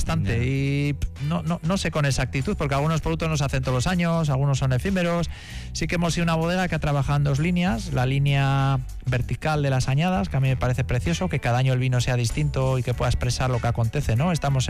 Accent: Basque Country, Spain; Digo, porque soy de Vizcaya y creo que hay un reto súper bonito de poner en el lugar que merece el chacolí en el mundo

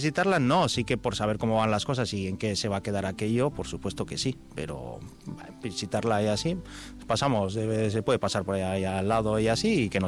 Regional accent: Sobrón, Basque Country, Spain; Yo y mi hermano, que es el otro socio de la empresa, somos de aquí de Sobrón de toda la vida

